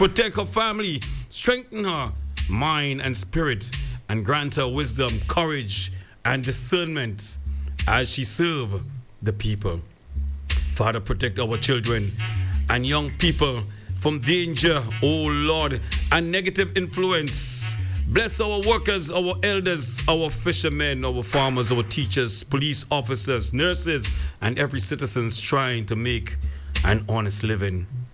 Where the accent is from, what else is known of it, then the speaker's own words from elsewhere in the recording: Grenada; our beloved country, Grenada